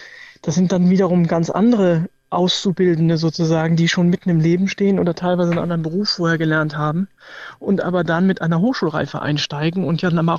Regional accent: Hamburg, Germany; Und Hamburg ist einfach meine Heimat.

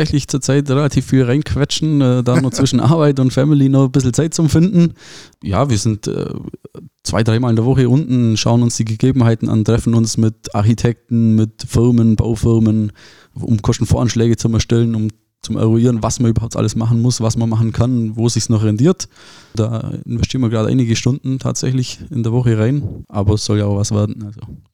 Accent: Memmingen, Bavaria, Germany; now in Baden-Württemberg, Germany; Ja, ich bin gebürtig aus Bayern, also Memmingen geboren. Von dem her, ich bezeichne mich immer so ein bisschen als Exil-Württemberger. Ja. Wohne auch direkt an der Grenze. Also ich sehe den Grenzstein nach Bayern rüber.

